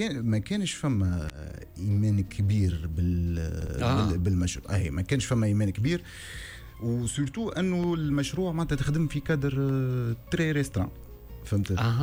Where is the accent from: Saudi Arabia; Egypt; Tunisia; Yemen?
Tunisia; تحيه للحومه واد نوار، فهمتني؟ خاطرني تربيت غادي ونشأت غادي